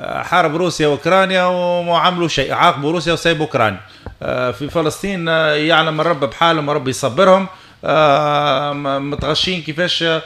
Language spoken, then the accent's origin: Arabic; Tunisia; انا كتونسي